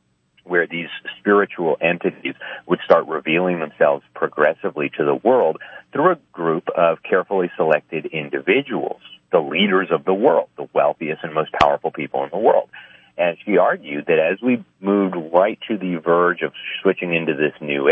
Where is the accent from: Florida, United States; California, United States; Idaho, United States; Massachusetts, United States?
Florida, United States; Miami; There's actually one in my hometown of Miami.